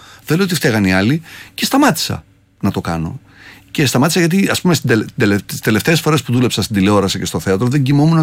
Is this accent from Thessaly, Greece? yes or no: yes; Trikala, Thessaly, Greece; born or raised there